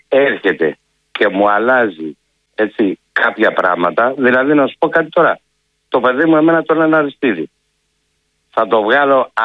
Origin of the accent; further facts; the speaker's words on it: Western Greece, Greece; Δεν είμαι Μακεδόνας, είμαι Ακαρνάνες.